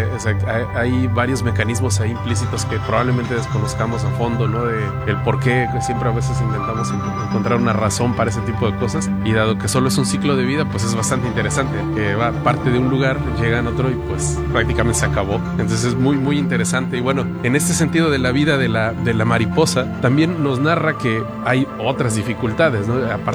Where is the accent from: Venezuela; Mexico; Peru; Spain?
Mexico; las tradiciones así precoloniales en México del Día de Muertos, que tenemos muy arraigados como mexicanos.